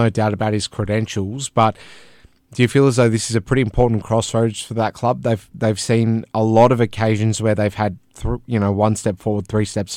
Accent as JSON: {"language": "English", "country": "Australia"}